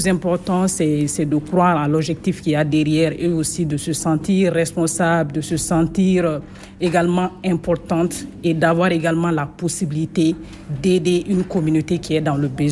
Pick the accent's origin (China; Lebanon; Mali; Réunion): Mali